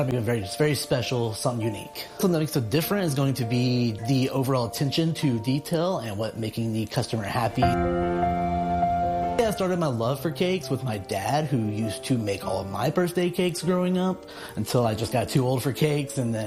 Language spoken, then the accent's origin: English; Beaumont, Texas, United States; Originally, I am from Beaumont, Texas.